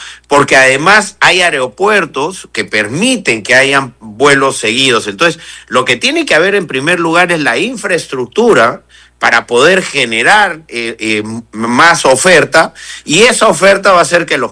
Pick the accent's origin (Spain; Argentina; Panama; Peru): Peru; nosotros somos peruanos y somos una raza distinta